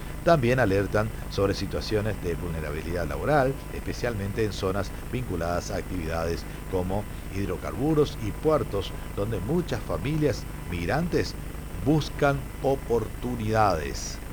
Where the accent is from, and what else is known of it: Argentina